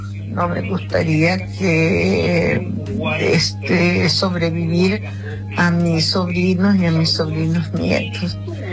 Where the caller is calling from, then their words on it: La Pampa, Argentina; La Radio Mitre … de la Pampa. A mí me gustaría vivir los años que Dios me dé. Tengo 81